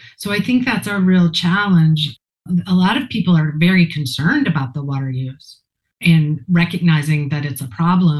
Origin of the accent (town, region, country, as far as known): Missouri, United States; born there